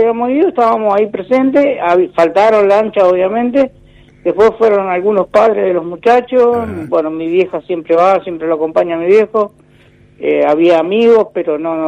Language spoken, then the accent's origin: Spanish; Arroyo Seco, Santa Fe, Argentina; Arroyo Seco, Santa Fe.